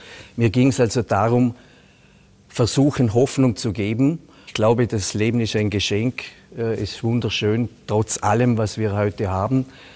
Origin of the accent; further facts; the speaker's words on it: Vorarlberg, Austria; born there; Ich stamme aus dem Montafon.